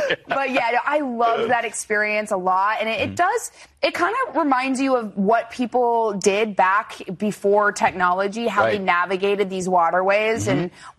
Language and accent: English; West Coast, United States; You know, I grew up on the West Coast